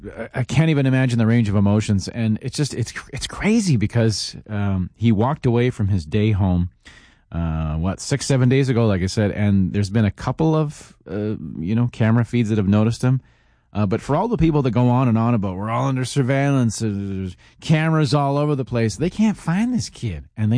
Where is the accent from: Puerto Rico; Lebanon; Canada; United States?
Canada; Calgary, Alberta; moved away; Like, I'm from Calgary